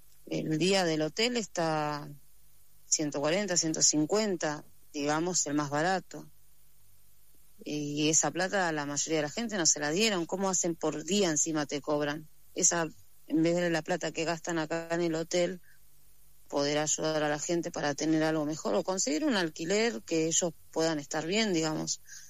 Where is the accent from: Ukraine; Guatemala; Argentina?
Argentina; Corrientes; born there; tengo 36 años y yo nací en Corrientes y mi mamá directamente vino para acá.